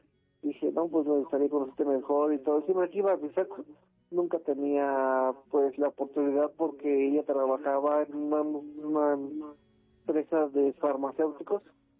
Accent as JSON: {"language": "Spanish", "town": "Tulancingo", "region": "Hidalgo", "country": "Mexico", "tie": "born or raised there", "moved": "yes", "said": "Es donde yo soy, originario de Tulancingo, Hidalgo."}